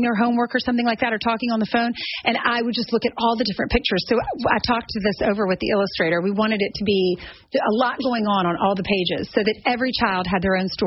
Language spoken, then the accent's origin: English; South Carolina, United States; I grew up in South Carolina, and we would go to the battle at Cowpens.